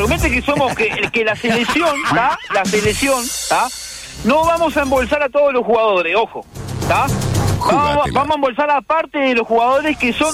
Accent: Uruguay; ¿Somos uruguayos o qué somos?

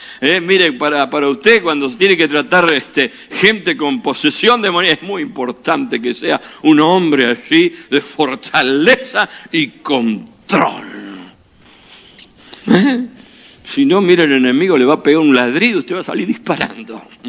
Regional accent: Argentina; Estoy hablando de nuestra forma de pensar como argentinos

